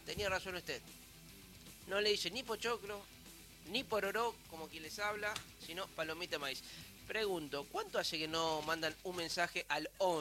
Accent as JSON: {"language": "Spanish", "region": "Santa Fe", "country": "Argentina", "said": "Es más, yo soy santafesino, casi cordobés, casi yo santiagueño tengo, y siento cosas por Mendoza."}